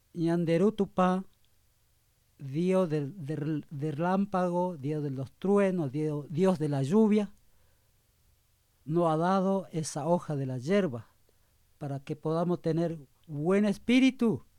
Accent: Perutí, Misiones, Argentina; Sí, yo me acuerdo cuando era niño, allá en Perutí, ellos cultivaban, la mayoría, la yerba, cultivaban los abuelos.

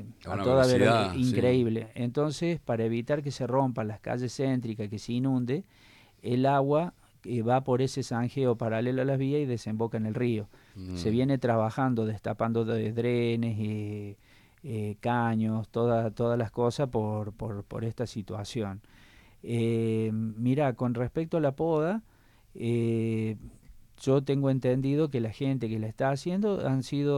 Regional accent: Capilla del Monte, Córdoba, Argentina; somos todos hijos de Capilla del Monte, los que estamos de toda la vida y la gente que eligió vivir acá

